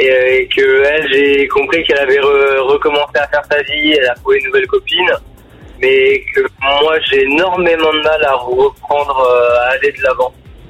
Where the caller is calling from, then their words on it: Montreuil, Île-de-France, France; Moi je viens de Montreuil, dans le 93 jusqu'à à côté de Paris.